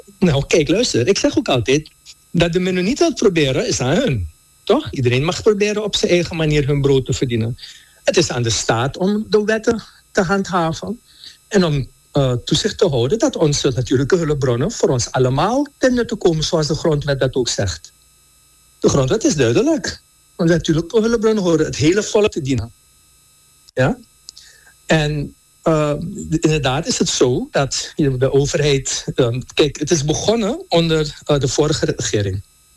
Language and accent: Dutch; Suriname; dat is de overweging die wij moeten maken als Surinamers, toch?